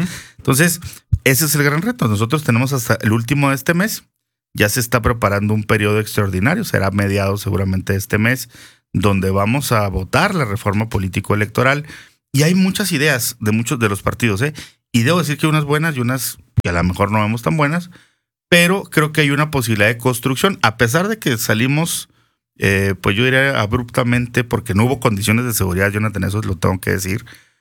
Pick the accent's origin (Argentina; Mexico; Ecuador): Mexico; Chihuahua; nos concebimos los chihuahuenses